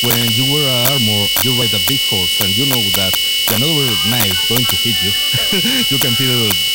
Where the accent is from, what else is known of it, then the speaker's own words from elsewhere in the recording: Mexico City, Mexico; We're from Mexico City, and we have Canadian knights